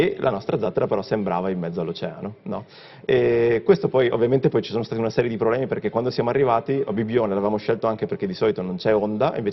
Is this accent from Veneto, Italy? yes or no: yes; Verona, Veneto, Italy